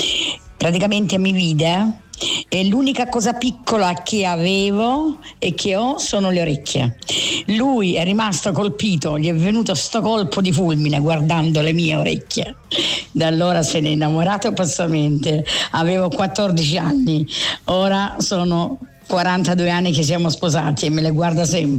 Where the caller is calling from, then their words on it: Lecce, Apulia, Italy; di Lecce.